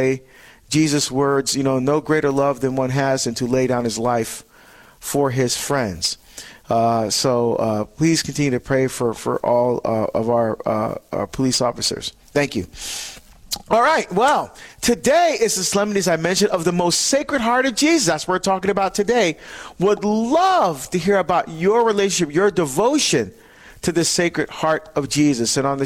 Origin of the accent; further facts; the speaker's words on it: Hillside, New Jersey, United States; But I'm also home, my home state of New Jersey. This is where we immigrated to when we came to the United States. I lived in Hillside, New Jersey, and I grew up in Christ the King Parish.